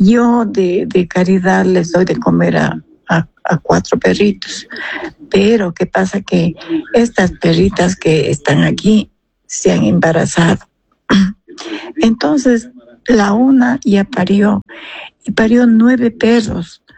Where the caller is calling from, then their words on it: Azuay, Ecuador; Yo vivo en la ciudad de La Pinos Bajos.